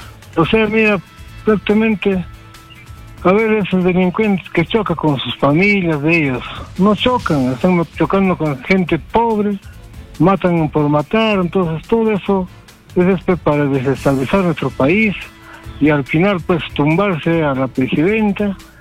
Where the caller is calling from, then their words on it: Lima, Peru; de Cercado Lima.